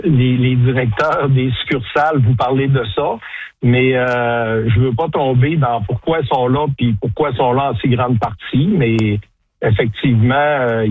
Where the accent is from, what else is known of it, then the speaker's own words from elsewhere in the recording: Quebec, Canada; c'est un peu particulier, on est ici, on est québécois, puis il faut comme se battre comme producteur pour avoir un espace Québec